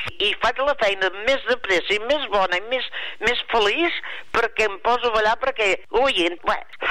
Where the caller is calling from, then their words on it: Girona, Catalonia, Spain; Que jo sóc de Girona i en surt moltes paraules gironines.